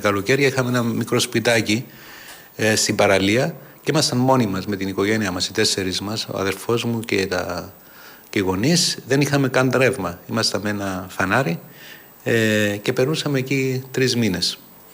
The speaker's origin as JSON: {"language": "Greek", "country": "Cyprus", "tie": "born or raised there", "said": "Μεγάλωσα στη Βόρεια Κύπρο, τώρα είναι κατεχόμενη, και εκεί είναι βουνά που έχουν έτσι πολύ ωραίους σχηματισμούς με βράχους."}